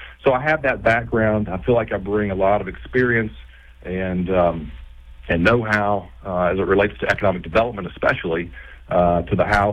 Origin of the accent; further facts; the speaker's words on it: Slab Town, West Virginia, United States; Well, I grew up in Logan County in the mid-70s and lived in a little coal camp called Slab Town.